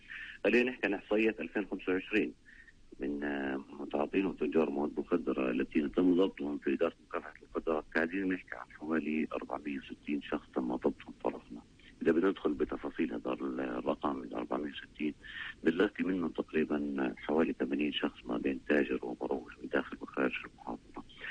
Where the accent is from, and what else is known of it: Palestine